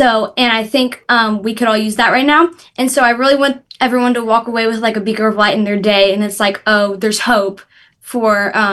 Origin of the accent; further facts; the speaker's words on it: Oklahoma, United States; I am born and raised.